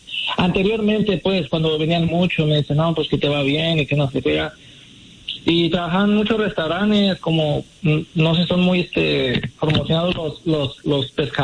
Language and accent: Spanish; Puebla, Mexico; moved away; Pues mira, yo soy de México … soy de la ciudad de Puebla, y estoy aquí desde el 2007.